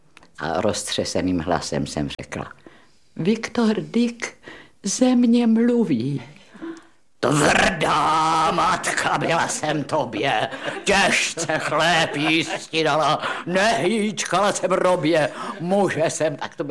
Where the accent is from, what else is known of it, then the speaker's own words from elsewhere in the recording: Brno, South Moravian Region, Czechia; A já jsem každému se představil, a … z Brna, ahoj